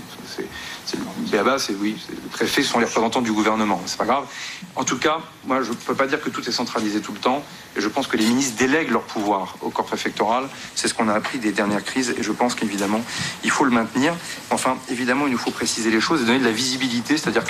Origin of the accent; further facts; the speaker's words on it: Normandy, France; comme on dit chez moi en Normandie, il y a les diseux, il y a les feuseux.